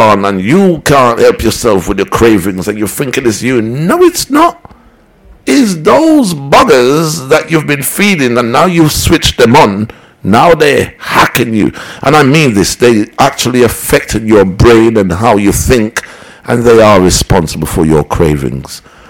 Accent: Jamaica; And you know, I'm a Jamaican.

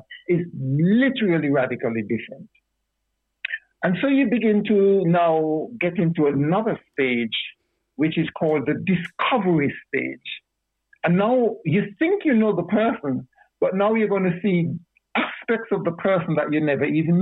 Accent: Montserrat; I'm from Montserrat.

